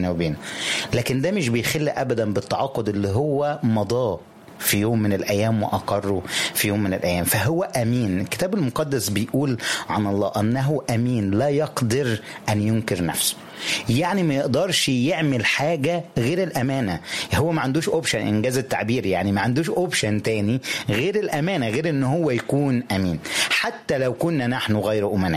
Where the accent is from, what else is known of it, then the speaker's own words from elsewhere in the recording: Upper Egypt, Egypt; بيعمله الراعي عندنا في الصعيد وكده والقرية بتاعتنا